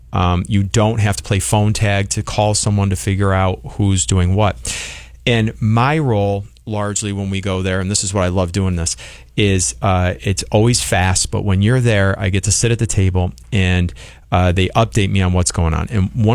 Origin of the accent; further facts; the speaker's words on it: Irondequoit, New York, United States; So Mike Seidel was actually reporting live from my hometown. So he was up in Seabreeze.